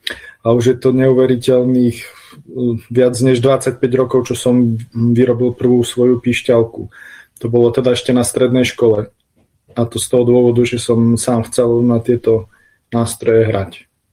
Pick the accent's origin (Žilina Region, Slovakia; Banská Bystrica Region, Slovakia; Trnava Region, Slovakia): Žilina Region, Slovakia; Martin; Takže som nabehol do Slovenskej národnej knižnice v Martine, pretože ja som z Martina.